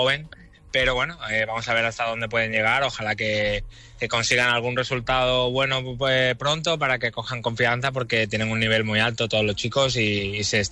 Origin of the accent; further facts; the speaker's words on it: Málaga, Andalusia, Spain; Y para mí, siendo malagueño, habiendo jugado en la cantera y luego en el primer equipo, y, bueno, yo vivo aquí, mi casa está aquí